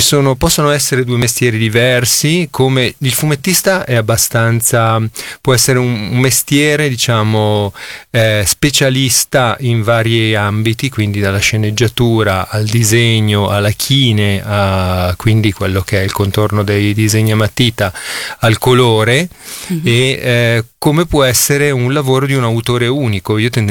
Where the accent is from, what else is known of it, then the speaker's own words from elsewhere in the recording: Milan, Lombardy, Italy; Sì, io sono di Milano e provengo proprio dal quartiere di Ponte Lambro.